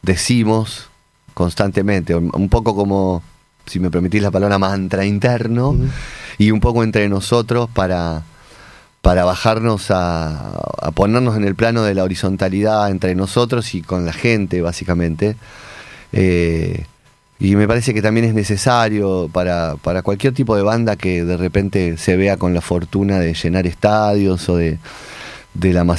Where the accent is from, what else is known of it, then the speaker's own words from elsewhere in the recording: Buenos Aires Province, Argentina; somos del conurbano, somos latinos